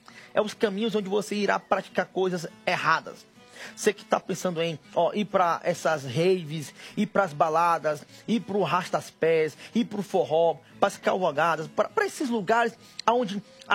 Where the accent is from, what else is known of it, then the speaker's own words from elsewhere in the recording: Piauí, Brazil; Luciana Reis, ela que é de Floriano, lá no meu estado, Piauí, acorda meu povo.